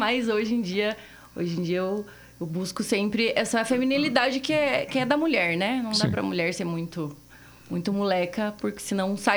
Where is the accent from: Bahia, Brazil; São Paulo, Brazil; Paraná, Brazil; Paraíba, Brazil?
Paraná, Brazil; Curitiba; Eu sou nascida em Curitiba, nascida e criada em Curitiba.